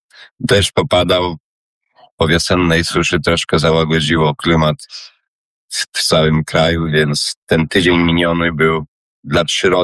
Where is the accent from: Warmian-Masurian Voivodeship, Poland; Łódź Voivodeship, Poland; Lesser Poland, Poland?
Warmian-Masurian Voivodeship, Poland; born or raised there